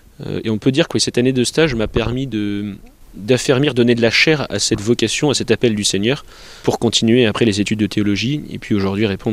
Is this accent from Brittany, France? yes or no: no; Épernay, Grand Est, France; Enfin, donc j'ai grandi à Épernay, mais j'ai peu participé à la vie paroissiale et je suis vite parti à l'internat.